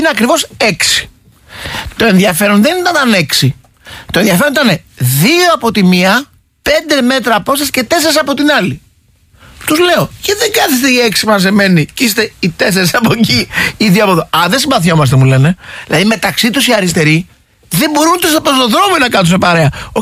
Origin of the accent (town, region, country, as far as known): Kastoria, Western Macedonia, Greece